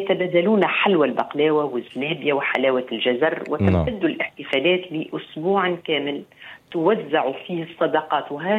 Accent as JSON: {"language": "Arabic", "country": "Tunisia", "said": "كما عندنا في تونس"}